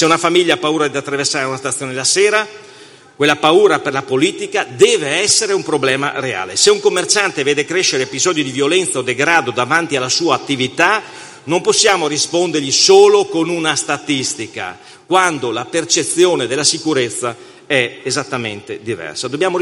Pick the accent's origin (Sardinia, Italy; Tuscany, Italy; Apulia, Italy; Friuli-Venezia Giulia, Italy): Friuli-Venezia Giulia, Italy; Pordenone; Io vengo da Pordenone, uno di quei capoluoghi che oggi è sprovvisto di questa iniziativa.